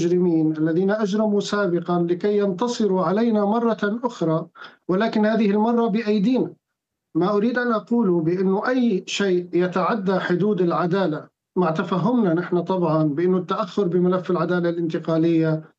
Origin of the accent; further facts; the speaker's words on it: Syria; بشكل مستفز لنا كسوريين ولذوي الضحايا